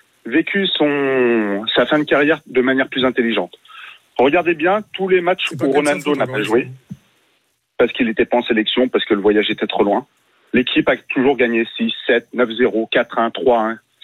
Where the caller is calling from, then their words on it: Portugal; en tant que Portugais, moi j'étais au Portugal cet été